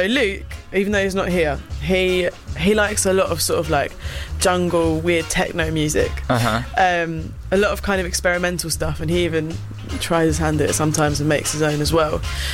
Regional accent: London, United Kingdom; I'm from Greenwich.

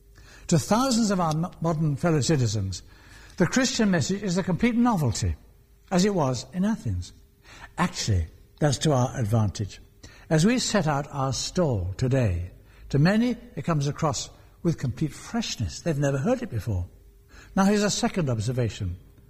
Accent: London, United Kingdom; from my own standpoint as a Londoner, the fact is the very ends of the earth come to us in London.

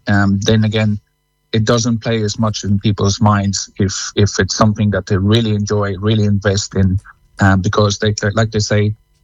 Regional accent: South Africa; now in Cong, Ireland; No, I'm originally from South Africa, I suppose.

